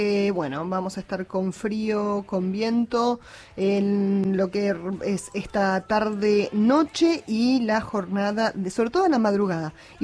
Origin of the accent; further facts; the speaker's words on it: Paraguay; Vos bien lo dijiste hace un rato, somos todos paraguayos.